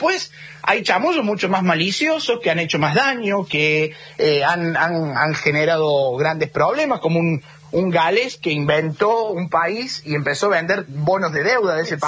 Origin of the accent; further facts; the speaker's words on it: Córdoba, Argentina; Sí, pero que los cordobeses tenemos ahí una rapidez, ¿viste?